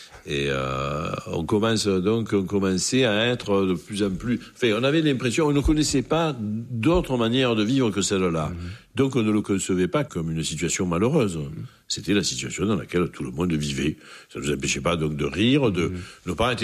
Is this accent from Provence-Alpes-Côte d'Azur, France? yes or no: yes; Marseille, Provence-Alpes-Côte d'Azur, France